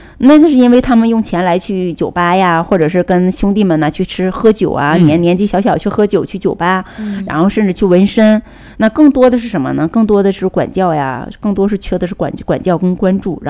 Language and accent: Chinese; Northeast China, China; now in Hainan, China; 在我们东北这个地区